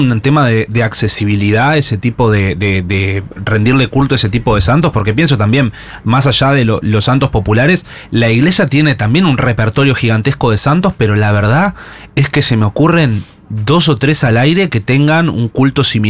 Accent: General Pinto, Buenos Aires Province, Argentina; En mi pueblo, claro, hay una, inexplicablemente. ¿Sí? Se llama General Pinto.

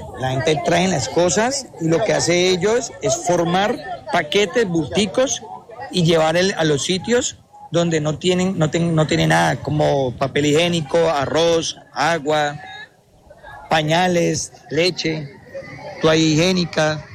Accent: Cali, Valle del Cauca, Colombia; nosotros caleños somos demasiado unidos.

